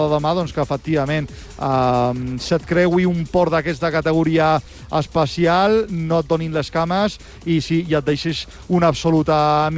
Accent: Catalonia, Spain

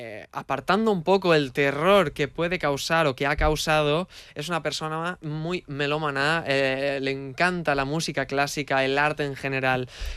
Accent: Valencian Community, Spain; yo antes todo lo que había escrito había estado ambientado en mi pueblo de Valencia

